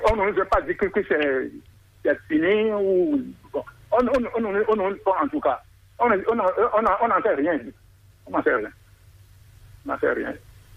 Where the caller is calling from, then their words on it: Abomey-Calavi, Atlantique, Benin; Je vous appelle depuis Ouamé.